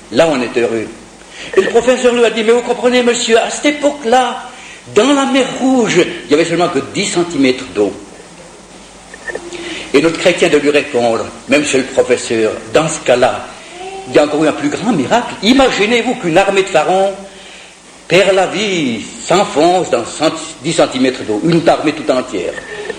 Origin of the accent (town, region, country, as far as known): Switzerland